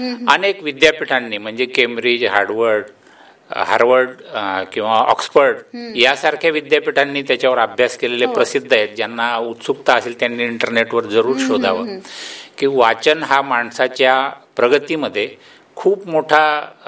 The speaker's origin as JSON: {"language": "Marathi", "town": "Parola", "region": "Maharashtra", "country": "India", "tie": "born or raised there", "moved": "as an adult", "lives_now": "Jalgaon, India", "said": "मी मूळचा पारोळ्याचा आहे"}